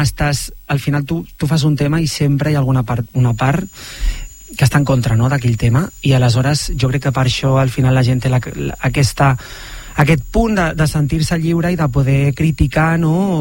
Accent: Barcelona, Catalonia, Spain; born there; jo sóc català, he nascut a Barcelona, parlo perfectament català

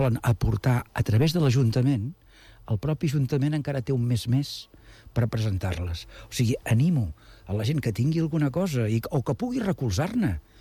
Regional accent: Badalona, Catalonia, Spain; com a badaloní nosaltres podem fer la proposta nostra

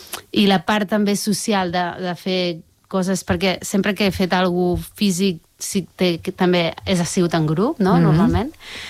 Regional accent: Barcelona, Catalonia, Spain; first language Catalan; moved away as an adult; now in Olot, Spain; Jo vaig néixer a Barcelona, al barri d'Horta, amb una família de catalana, vull dir... De fet, no vaig aprendre a parlar castellà fins als 14 anys, perquè anàvem a una escola catalana, un entorn molt, molt català.

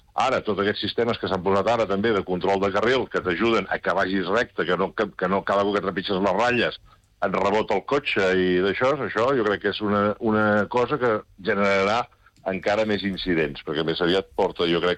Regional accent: Girona, Catalonia, Spain; Sí, sóc de Girona.

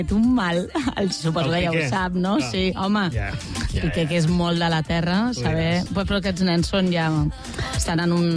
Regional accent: Catalonia, Spain; Com som els catalans

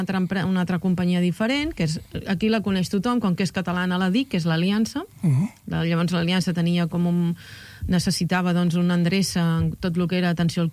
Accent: Catalonia, Spain; also born or lived in Madrid; com jo sóc catalana i a més catalanista

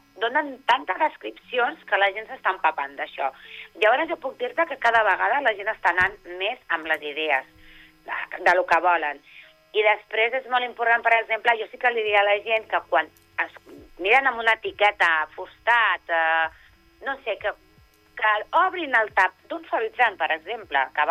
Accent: Terrassa, Catalonia, Spain; T'ho dic Terrassa, jo soc de Terrassa.

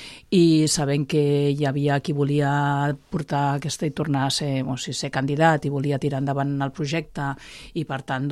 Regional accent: Cubelles, Catalonia, Spain; poder fer la meva trajectòria política al meu poble, que és en el que sempre he viscut, en el que he crescut, en el que estan crescut els meus fills

